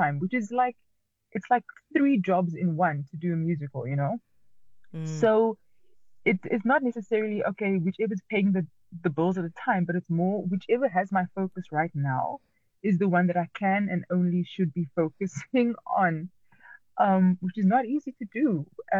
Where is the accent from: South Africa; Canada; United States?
South Africa; Cape Town, Western Cape; growing up in Cape Town, the Cape Flats, the only languages that I really grew up with was English and Afrikaans, or rather Afrikaans, as we say.